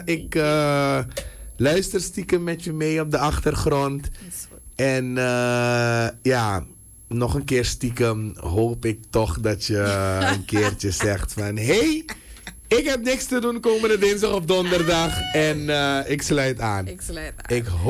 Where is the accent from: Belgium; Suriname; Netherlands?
Suriname; Als Surinamer of als mens.